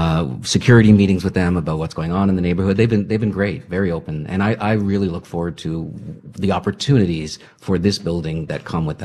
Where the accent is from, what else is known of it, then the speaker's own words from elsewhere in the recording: New York, United States; moved away as an adult; now in Chicago, United States; I come from New York, and so I lived in a co-op. I was used to it. When we moved to Chicago